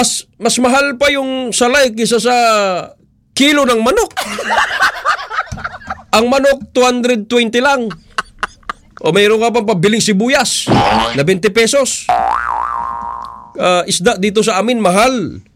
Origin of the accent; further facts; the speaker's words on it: Mimaropa, Philippines; dito sa amin sa Palawan